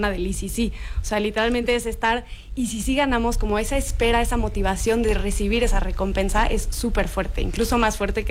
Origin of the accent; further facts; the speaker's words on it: Mexico; nos unió, igual como mexicanos